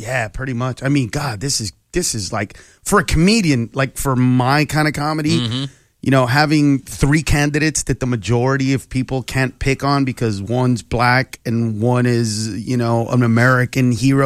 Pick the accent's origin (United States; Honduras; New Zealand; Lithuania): Honduras; yeah, but I'm not Mexican. I'm actually from Honduras.